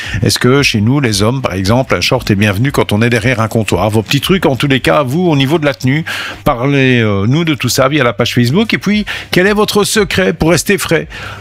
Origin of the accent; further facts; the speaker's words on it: Belgium; Parce que, encore une fois, chez nous en Belgique, ben, c'est tout ou rien, on passe de 14 à 35 degrés, ça fait 20 degrés de plus.